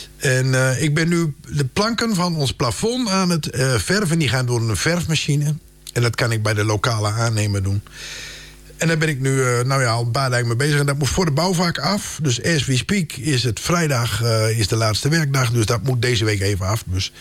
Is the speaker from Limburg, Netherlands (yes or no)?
no; Haren, Groningen, Netherlands; born there; also born or lived in Oldambt / Reiderwolderpolder; now in Rolde, Netherlands; Ik ben uiteindelijk geboren in Haren. Dus ik ben eigenlijk ook import Oldamster. Maar ja, goed, ik had al mijn vrienden hier wel in mijn jeugd.